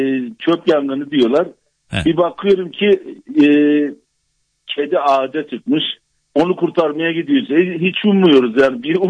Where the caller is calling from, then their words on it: Gaziantep, Turkey; Gastronomi şehri. Gaziantep'ten.